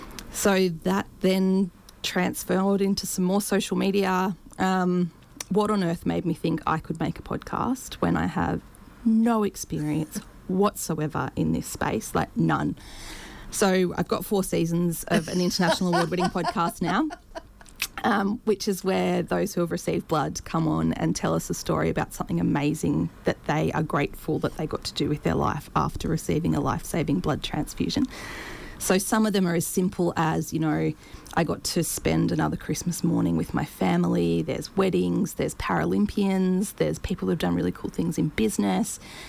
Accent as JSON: {"language": "English", "region": "New South Wales", "country": "Australia", "tie": "born or raised there", "also_born_or_lived": "Canberra", "moved": "as an adult", "lives_now": "Sunshine Coast, Australia", "said": "I don't think I'd ever call myself a Queenslander, being a country New South Wales girl initially"}